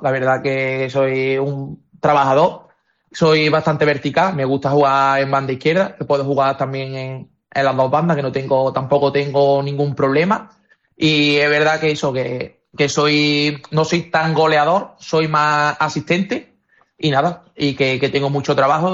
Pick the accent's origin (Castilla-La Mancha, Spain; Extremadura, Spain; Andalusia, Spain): Andalusia, Spain; Córdoba; also born or lived in Rota; now in Jerez, Spain